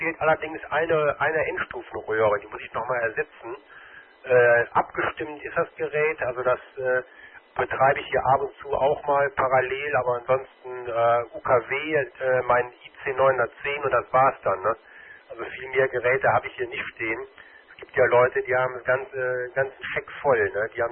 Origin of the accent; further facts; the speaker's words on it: Meerbusch, North Rhine-Westphalia, Germany; ich komme ja gebürtig aus Meerbusch, ne, habe ich glaube ich schon mal erzählt, ne, ja, aus Meerbusch Lang, aus dem Ortsteil Lang.